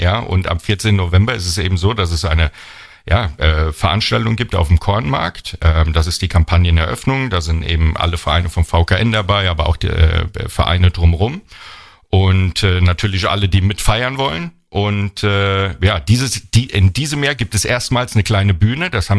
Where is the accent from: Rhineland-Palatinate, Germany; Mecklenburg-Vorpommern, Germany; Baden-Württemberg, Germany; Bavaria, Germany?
Rhineland-Palatinate, Germany; Bad Kreuznach; Ja, ich bin ein Kreuznacher Junge, ich bin hier geboren, ich lebe hier. Ja, die Stadt ist meine Heimat.